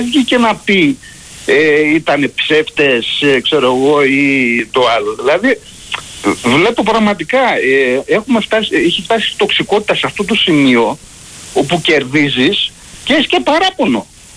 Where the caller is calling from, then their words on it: Egaleo, Attica, Greece; Ολυμπιακός είμαι … από Εγάλεο.